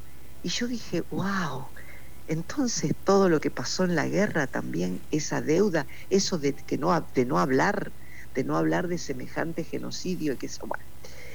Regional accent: Presidencia Roque Sáenz Peña, Chaco, Argentina; como no soy oriunda, no soy nacida en el Chaco, pero sí viví desde muy pequeñita aquí, por lo tanto me siento chaqueña

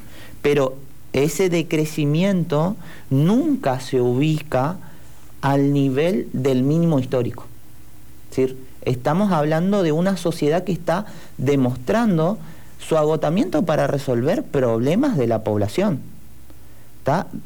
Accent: Candelaria, Misiones, Argentina; yo soy de Candelaria, o sea, desde lo que sería a la altura de Ruta 12, mano derecha.

